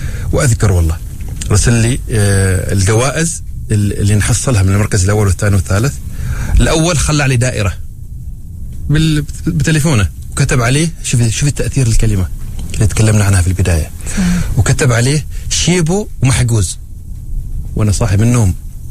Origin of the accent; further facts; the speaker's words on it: Oman; عندنا في عمان